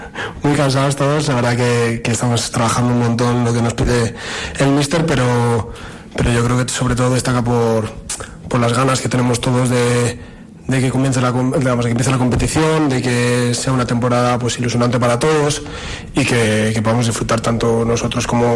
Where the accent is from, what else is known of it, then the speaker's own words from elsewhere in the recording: Valladolid, Castile and León, Spain; born there; also born or lived in Trascastro, Valle de Fornela; Yo nací en Valladolid, pero bueno, tengo un pueblecillo aquí pasando Favero, en el Valle de Fornela, Trascastro se llama, y mi familia siempre ha estado allí, en verano sobre todo, que es cuando podemos ir